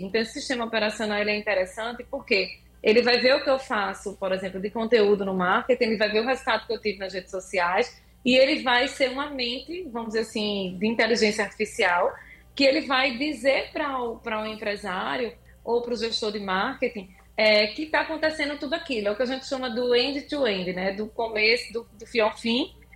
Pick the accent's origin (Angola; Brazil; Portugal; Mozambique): Brazil; Recife, Pernambuco; Porque eu vivo agora aí, sou recifense, mas estou de coração. A cada 15 dias eu estou aí